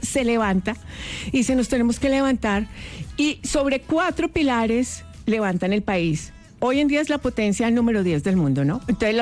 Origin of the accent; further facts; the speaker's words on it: Colombia; soy colombiano